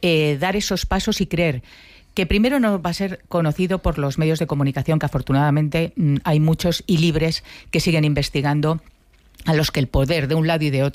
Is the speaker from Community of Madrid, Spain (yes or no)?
yes; Madrid, Community of Madrid, Spain; como yo soy periodista y soy madrileña, sí exijo una explicación